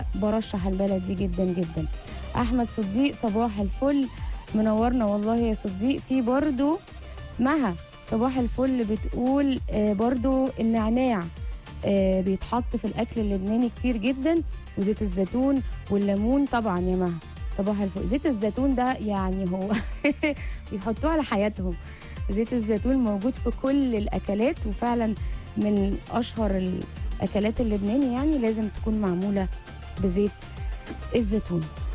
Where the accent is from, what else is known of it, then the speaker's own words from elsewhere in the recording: Egypt; احنا كمصريين